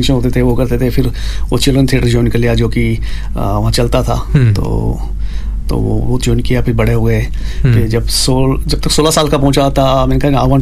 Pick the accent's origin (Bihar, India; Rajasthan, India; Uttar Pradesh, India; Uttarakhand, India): Rajasthan, India; Udaipur; हाँ जी, मैं इंडिया से, मैं राजस्थान से हूँ, और बहुत ही खूबसूरत शहर है